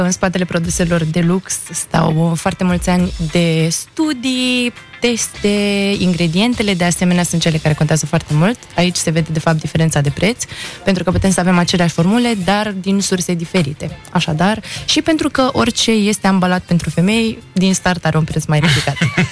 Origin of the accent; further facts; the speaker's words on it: Romania; also born or lived in Jerusalem; Tatăl meu este arab și mama mea este româncă, sunt născută în Ierusalim, dar sunt crescută aici.